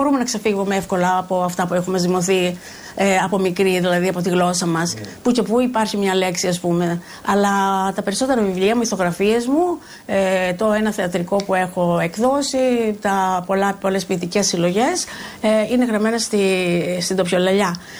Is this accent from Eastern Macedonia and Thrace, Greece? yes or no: no; Ziros, Crete, Greece; moved away as an adult; από τα μικρά μου μέχρι 22 χρόνια που έφυγε από το χωριό μου τη Ζήρου